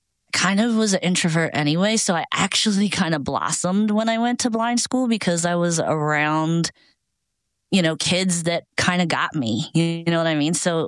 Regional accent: Maryland, United States; now in Michigan, United States; I'm originally from Maryland, currently in Michigan

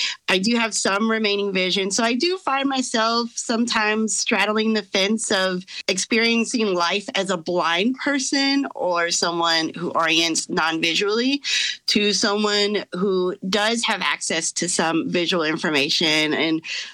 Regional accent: Arkansas, United States; moved away as an adult; now in Maryland, United States; I, like many folks who live in DC, I came here from Arkansas. So I'm an Arkansan, born and raised. So I've been living in the DC area for almost 20 years now.

